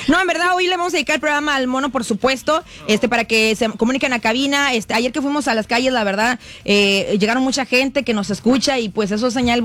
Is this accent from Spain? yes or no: no; Mexico; Que lo que queremos los mexicanos ser como los argentinos